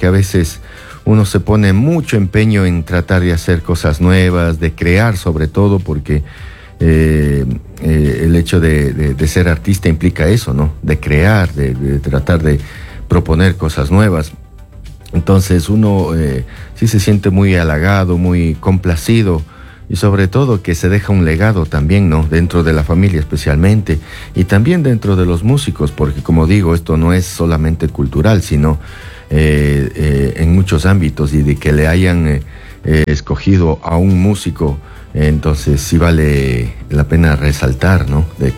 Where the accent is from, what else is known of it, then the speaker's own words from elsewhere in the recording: Ibarra, Imbabura, Ecuador; moved away as an adult; soy de una ciudad que se llama Ibarra, un pedacito de suelo que se llama Ibarra